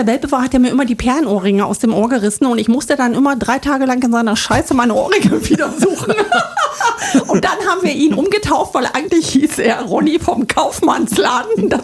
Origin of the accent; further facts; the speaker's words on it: East Germany, Germany; Ja, ich bin ein Kind des Ostens. Ich bin im Osten groß geworden.